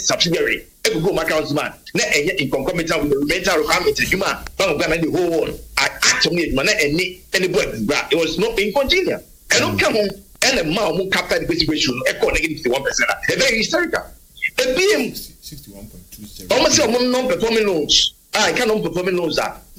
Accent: Ghana; I'm a Ghanaian.

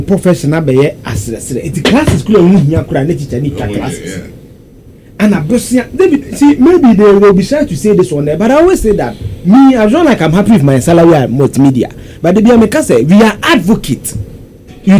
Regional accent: Ghana; my hometown, Achimesium

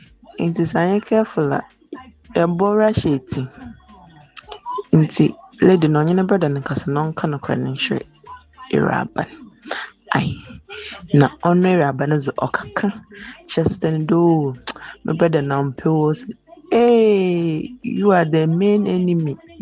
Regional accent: Abrepo, Ashanti, Ghana; Just finished at Joseph's Kitchen, but I'm from Abrepo.

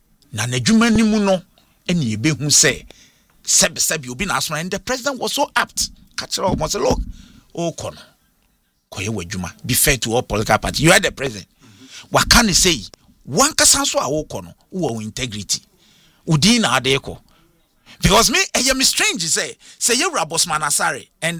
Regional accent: Ghana; This one, I'm speaking as a Ghanaian.

